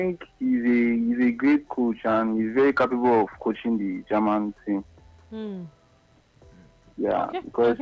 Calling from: Johannesburg, Gauteng, South Africa; I'm calling from Ojoberg.

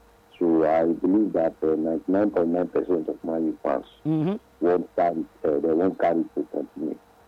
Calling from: Abuja, Federal Capital Territory, Nigeria; I'm from Abuja.

